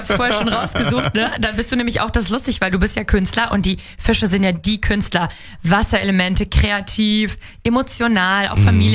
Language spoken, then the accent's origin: German; Rhineland-Palatinate, Germany; Ich kenne das, ich komme ja auch von da.